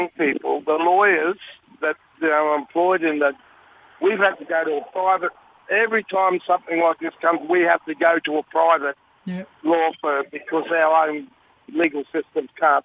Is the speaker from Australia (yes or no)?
yes; Australia; our people come from, I come from Cullamulla.